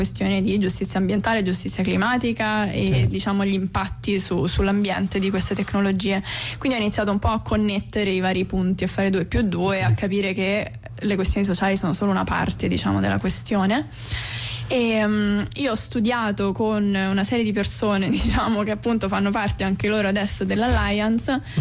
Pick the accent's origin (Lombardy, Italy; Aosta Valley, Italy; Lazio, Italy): Lazio, Italy; Rome; also born or lived in London; tranne me, che sono di Roma e vengo da Roma e sto a Roma.